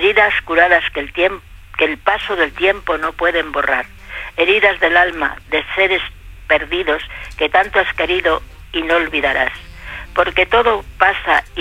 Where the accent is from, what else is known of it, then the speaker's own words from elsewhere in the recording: Valladolid, Castile and León, Spain; Yo soy de Valladolid.